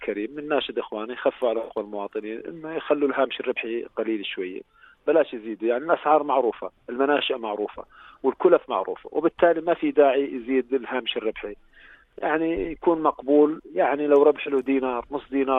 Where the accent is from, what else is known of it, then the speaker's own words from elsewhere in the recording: Jordan; عندنا في الأردن